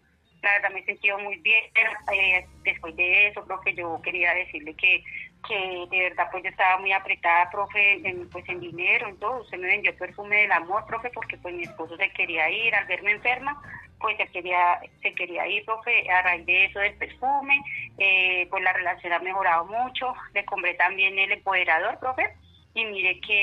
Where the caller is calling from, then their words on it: Tibasosa, Boyacá, Colombia; lo llama acá de Tibasosa, Boyacá